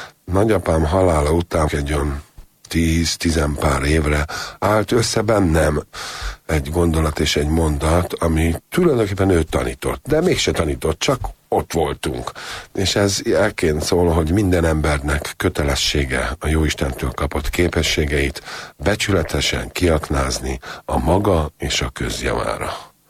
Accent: Hungary; born there; Ugyan itt születtünk mi Magyarországon, de visszajárván 7 vagy 8 nyarat ott töltöttem a nagyapámnál

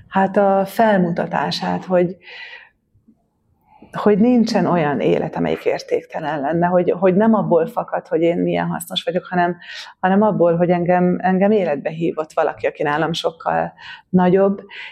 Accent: Zakarpattia Oblast, Ukraine

